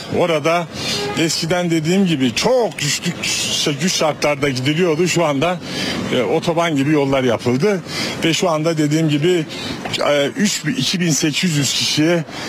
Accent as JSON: {"language": "Turkish", "town": "Şırnak", "region": "Şırnak Province", "country": "Turkey", "tie": "born or raised there"}